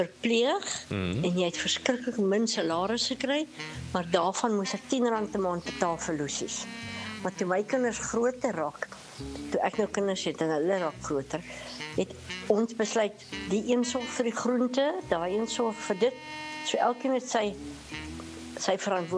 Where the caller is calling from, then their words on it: Jeffreys Bay, Eastern Cape, South Africa; van Jeffrey's Bay.